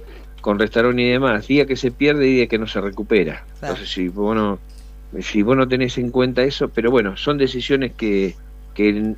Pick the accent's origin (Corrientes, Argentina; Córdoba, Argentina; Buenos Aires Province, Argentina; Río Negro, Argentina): Buenos Aires Province, Argentina; Bahía Blanca; yo vengo de una zona de playa, vengo de Bahía Blanca, de esa zona